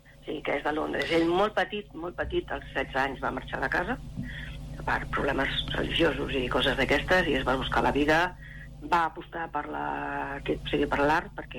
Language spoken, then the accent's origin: Catalan; Sabadell, Catalonia, Spain; No, jo soc de Sabadell, però els dos vivim a Castellà, els dos vivim a Can